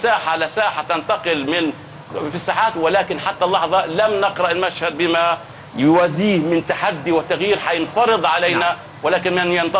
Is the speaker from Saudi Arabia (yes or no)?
no; Palestine; بل نحن كلنا كفلسطينيين نحتاج إلى طوق نجاة